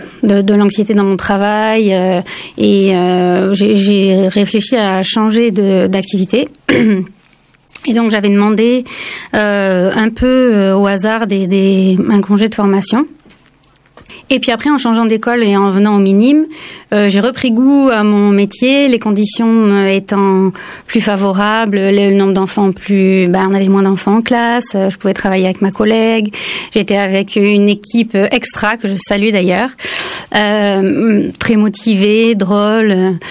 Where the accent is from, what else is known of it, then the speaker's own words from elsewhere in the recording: Toulouse, Occitanie, France; also born or lived in Paris; Moi j'habite Toulouse depuis l'âge de 7 ans, je suis née à Paris mais je suis arrivée ici pour mon CE1 et ensuite j'ai fait toute ma scolarité ici, dans le quartier de Saint-Cyprien au collège et puis ensuite dans le centre-ville à Saint-Sernin